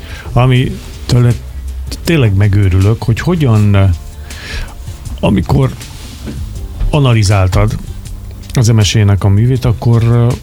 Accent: Hungary; magyarok vagyunk 10 minuszan, 10 millió minusz, és van egy nyelvünk, amit gyakorlatilag más nem beszél, csak mi.

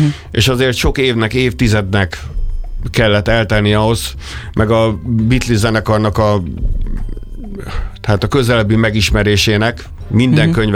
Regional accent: Komló, Baranya, Hungary; moved away as an adult; now in Budapest, Hungary; ami szintén egy ilyen ipari város, mint amilyen Komló volt, ahol én felnőttem.

